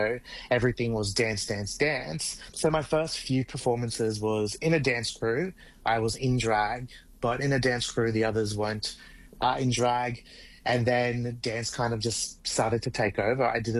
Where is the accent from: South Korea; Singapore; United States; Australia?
Australia; Bundaberg, Queensland; now in Brisbane, Australia; I'm a drag queen here in Meanjin, Brisbane, but I'm originally from Bundaberg.